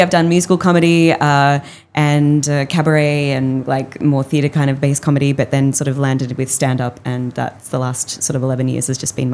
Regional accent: Australia; As an Australian, I have been here many times to Phuket.

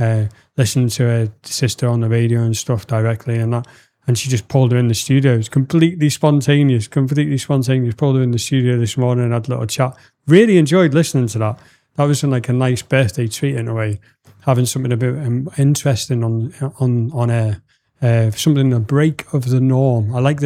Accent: Liverpool, North West England, United Kingdom; one of the things that I do actually say regularly is that I'm from Liverpool

